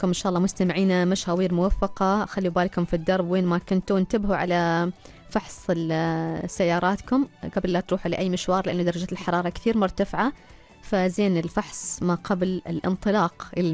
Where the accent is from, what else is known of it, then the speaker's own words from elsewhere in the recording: Oman; بلدنا عمان